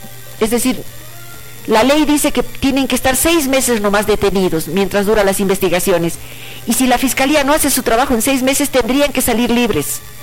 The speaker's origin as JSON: {"language": "Spanish", "region": "Salta", "country": "Argentina", "said": "Lo que conocemos, nosotros somos salteños, no conocemos con detalle"}